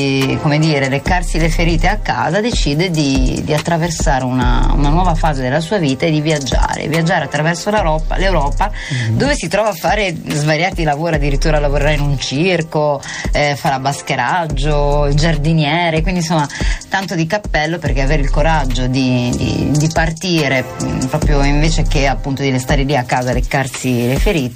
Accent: Bologna, Emilia-Romagna, Italy; Io che vengo da Bologna

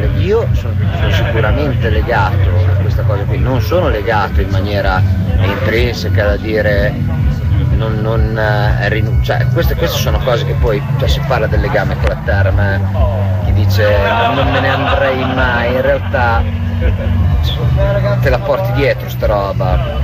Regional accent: Cesena, Emilia-Romagna, Italy; io vengo da San Carlo, che è un paesino di Cesena.

